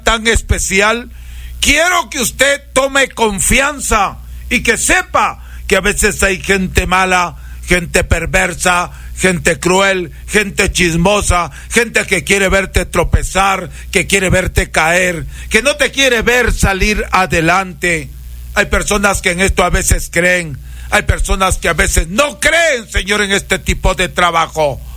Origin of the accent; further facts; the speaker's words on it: Huancabamba, Piura, Peru; mi tierra natal, a las guaringas de Huancabamba